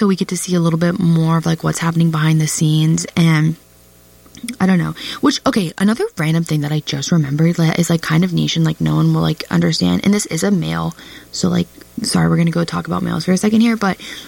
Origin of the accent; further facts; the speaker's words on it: Scotland, United Kingdom; like, I am Scottish, and I love Scotland